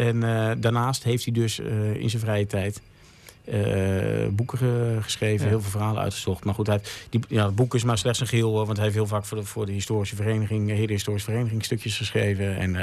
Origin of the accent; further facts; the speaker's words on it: Heerde, Gelderland, Netherlands; Ik ben opgegroeid aan de Elbergeweg in Heerden. Dus